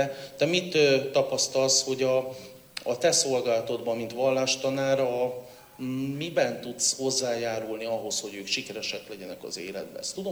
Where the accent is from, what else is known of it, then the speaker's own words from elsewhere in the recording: Hungary; ha érzik, hogy mi magyarként szeretjük őket